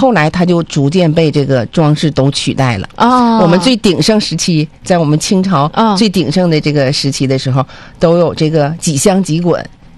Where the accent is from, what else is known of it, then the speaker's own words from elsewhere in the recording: China; 这种剪裁是我们中国服饰所独有的，这种剪裁也是更符合我们中国人的这种审美的传统吧